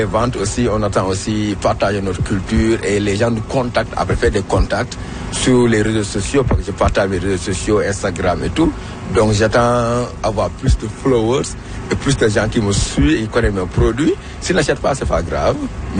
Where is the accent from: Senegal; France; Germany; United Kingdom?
Senegal; Et je suis fier quand je le porte en tant que Sénégalais.